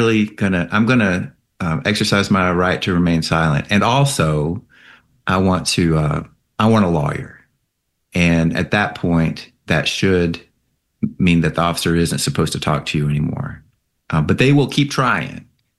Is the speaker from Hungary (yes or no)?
no; United States; And I was born here and lived my whole life here.